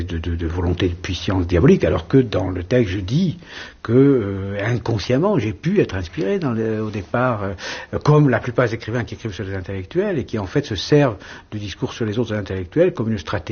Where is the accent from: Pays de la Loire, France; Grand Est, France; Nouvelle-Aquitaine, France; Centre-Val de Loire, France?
Nouvelle-Aquitaine, France; Je viens d'un tout petit village du Béarn, du sud-ouest de la France, et d'une famille de tout petits fonctionnaires.